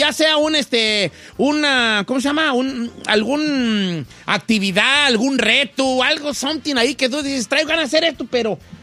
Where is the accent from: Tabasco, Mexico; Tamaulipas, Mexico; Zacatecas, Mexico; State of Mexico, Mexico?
Zacatecas, Mexico; Voy a mi tierra, Zacatecas, y mi plan es en Zacatecas tatuar mi medio brazo.